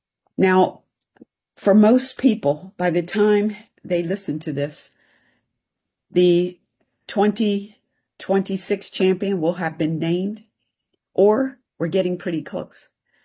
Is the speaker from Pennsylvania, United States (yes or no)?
yes; Pennsylvania, United States; seeing how I am from the Philadelphia area, and there's very little that I like about New York.